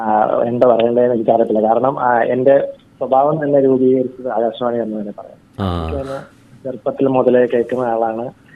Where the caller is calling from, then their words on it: Puthuppally, Kerala, India; ഞാൻ കോട്ടയത്തുനിന്ന്.